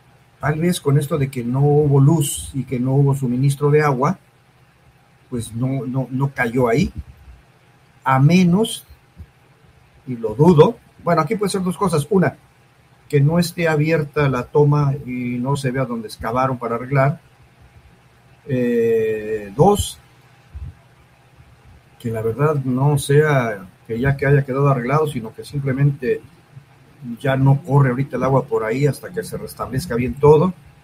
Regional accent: Puebla, Mexico; Soy del estado de Puebla.

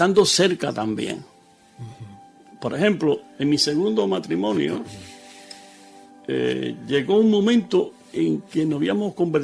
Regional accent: Cuba; moved away; Precisamente cuando yo salí de Cuba, ella se quedó allá y es una persona también exquisita.

